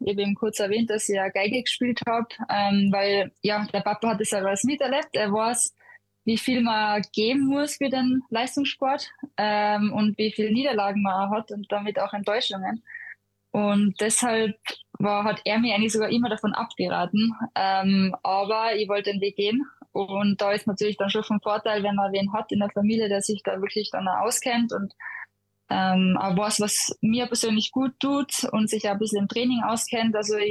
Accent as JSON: {"language": "German", "town": "Innsbruck", "region": "Tyrol", "country": "Austria", "tie": "born or raised there", "also_born_or_lived": "Hall in Tirol", "said": "Geboren bin ich in Hall in Tirol, leben tue ich eigentlich schon seit ein Jahr alt bin in Innsbruck direkt, also eigentlich fast in der Stadt."}